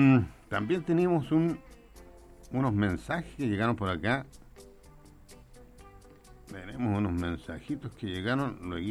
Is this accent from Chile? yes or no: yes; Cañete, Biobío, Chile; yo soy de Cañete.